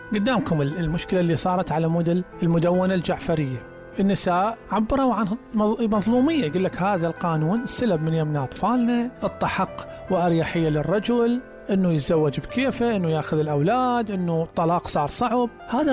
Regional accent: Iraq

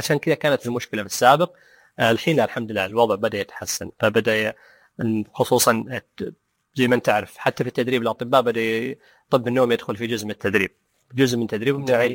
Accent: Saudi Arabia

